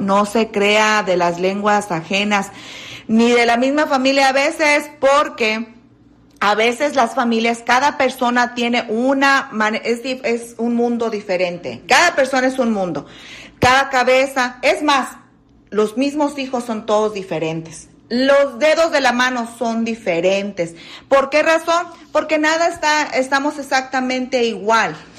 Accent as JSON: {"language": "Spanish", "region": "Michoacán", "country": "Mexico", "said": "No, soy de Michoacán"}